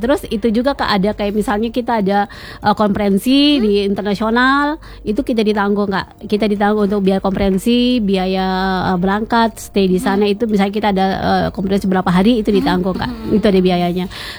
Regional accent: Southeast Sulawesi, Indonesia; kita anak Sultra

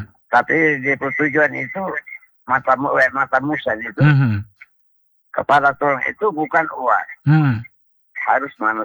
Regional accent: Besikama, East Nusa Tenggara, Indonesia; Kalau kami asli Bitun Besikama, itu bukan uang.

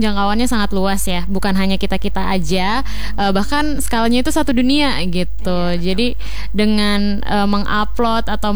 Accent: Central Kalimantan, Indonesia; Kebetulan kita emang isinya orang-orang asli Kalteng gitu. Jadi kita kalau bercanda, kalau ngobrol, chat-chatan juga masih pakai bahasa Dayak. Pun kalau … pribadi di rumah, pakai bahasa Dayak juga.

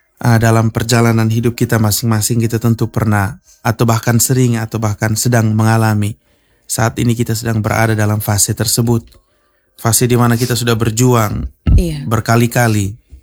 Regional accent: Kupang, East Nusa Tenggara, Indonesia; Kalau kita orang Kupang kan bilang, sudah le, lu mengajar saya di situ teh

